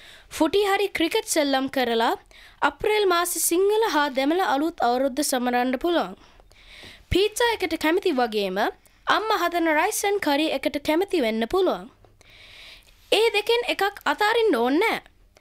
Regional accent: Australia; අපේ අම්මලා තාත්තලා ඔස්ට්‍රේලියාවට ආවේ වෙන රටක ජීවත් වෙලා. නමුත් අපි බොහෝ දෙනෙක් හැදි වැඩුනේ ඔස්ට්‍රේලියාවේ.

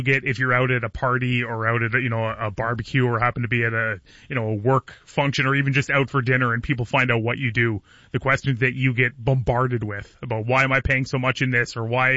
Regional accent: Belle River, Ontario, Canada; moved away as an adult; also born or lived in Sudbury / Alberta; now in Lakeshore, Canada; I guess I'm from here. I grew up in Puce. I grew up in Bell River

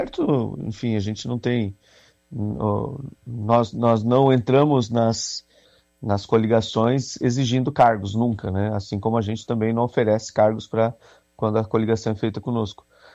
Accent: Joinville, Santa Catarina, Brazil; que sou de Joinville

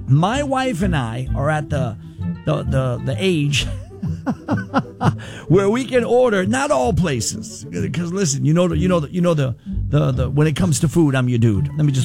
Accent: New Orleans, Louisiana, United States; not like when I grew up back home in New Orleans.

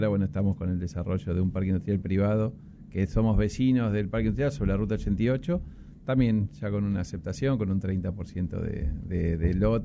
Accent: Mar del Plata, Buenos Aires Province, Argentina; en el caso nuestro, sí, somos de Mar del Plata, somos una empresa de familia

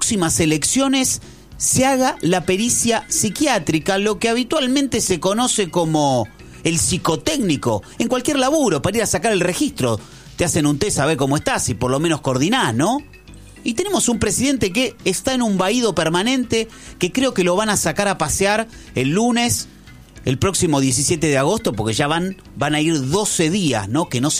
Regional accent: Argentina; como argentino, 47 millones de argentinos que somos

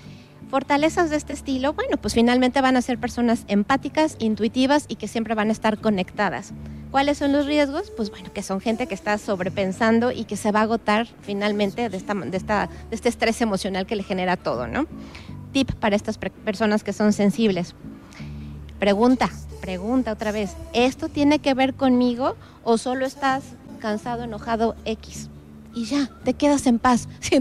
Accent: Mexico; ¿cómo somos los mexicanos?

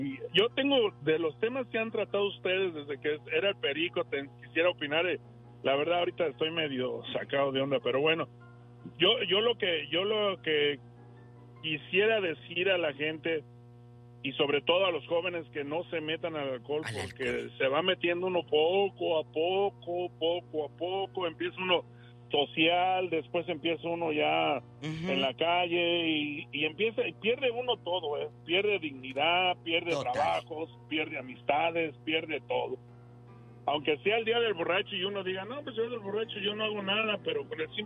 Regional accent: Morelia, Michoacán, Mexico; yo era un borracho allá en Morelia, de donde yo soy de Morelia

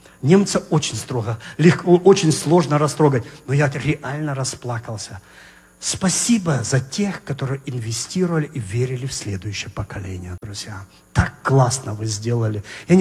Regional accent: Kazakhstan; born there; Я родился в Казахстане, в маленькой деревне.

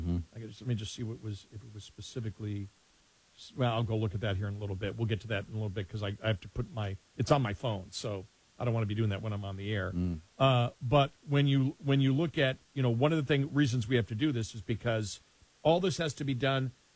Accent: Buffalo, New York, United States; And that's the weirdest thing growing up in Buffalo, that I, somebody who grew up in Buffalo, where the temperature probably now is 75 degrees, 75 to 80 there, you know, but it could be 100 degrees.

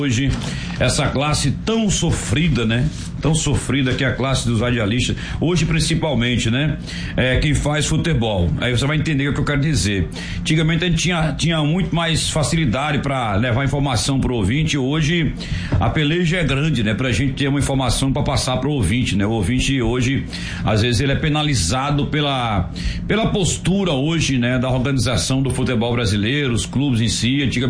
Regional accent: Jacobina, Bahia, Brazil; eu cresci em Jacobina

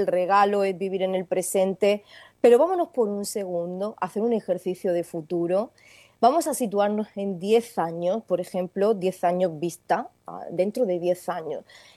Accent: Region of Murcia, Spain; now in Tenerife, Spain; desde Murcia, desde mi tierra todavía

